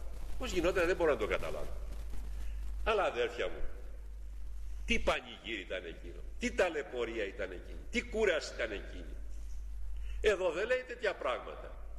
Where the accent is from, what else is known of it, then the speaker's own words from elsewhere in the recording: Western Greece, Greece; born there; moved away; Και εγώ από παιδί πήγαινα, γινότανε στο χωριό μου ένα ζωοπανήγυρι εκεί